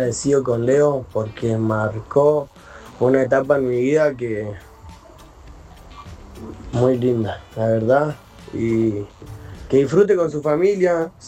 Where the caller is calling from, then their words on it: Villa La Angostura, Neuquén, Argentina; Hola, Latita, buenas tardes. … de Villa Langostura, Neuquén.